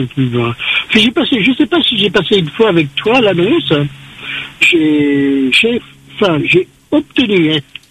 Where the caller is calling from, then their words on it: the North of the island, Réunion; Ah, moi, je suis du Nord.